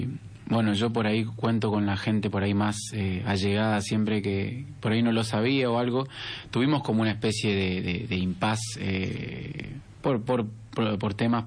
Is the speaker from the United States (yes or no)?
no; Lanteri, Santa Fe, Argentina; now in Reconquista, Argentina; de mis integrantes del grupo, dos somos oriundos de Lanteri. Bueno, Julián Sánchez, que está en batería, él es oriundo de Lanteri, vive en Avellaneda, pero también como yo somos... criados en Lanteri.